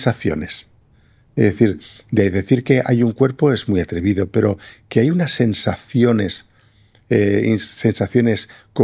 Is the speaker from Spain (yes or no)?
yes; Lleida, Catalonia, Spain; Yo tengo que decir que yo vivo en Lérida, yo soy de Lérida, y entonces con frecuencia, pues desde Lérida o te vas a la playa o te vas hacia la montaña.